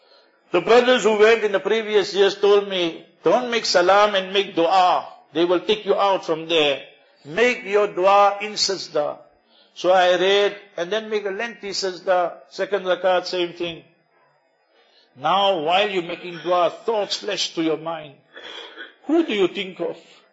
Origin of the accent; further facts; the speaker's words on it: Karachi, Sindh, Pakistan; English is a second language; I came from Karachi, 74, I went to go study.